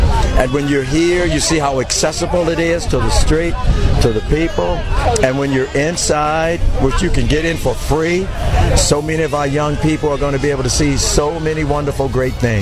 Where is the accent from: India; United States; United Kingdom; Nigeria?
United States; Inglewood, California; as everybody knows, I'm from Inglewood, and great things happen to the young kids